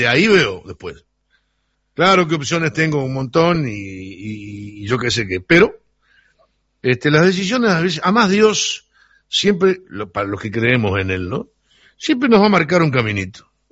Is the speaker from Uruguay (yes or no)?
yes; Uruguay; moved away; No me imagino viviendo en Sarandí de allí en otra casa que no fuera la que yo nací. Nací no, porque yo nací en el hospital, pero en la que me crié, la que se criaron mis hermanos. Esa es mi casa de Sarandí de allí.